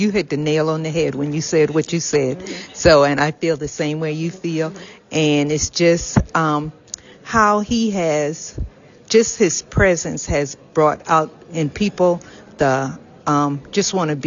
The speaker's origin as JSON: {"language": "English", "town": "Covington", "region": "Georgia", "country": "United States", "said": "I'm from Covington, Georgia, and I'm with the Amazing Grace Girl Trek Team Tour Group."}